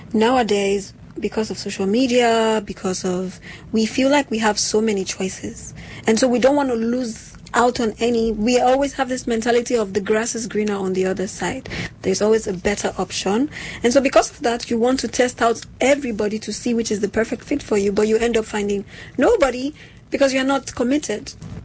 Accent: Nigeria; But you see, the thing that's confusing me now is when I hear date as a Nigerian, I think these people are boyfriend and girlfriend. But here, it means that you are just getting to know them

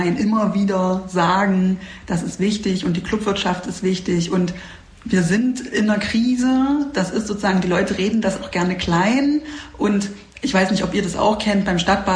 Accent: Halle, Saxony-Anhalt, Germany; Ich komme leider aus dem Süden von Halle.

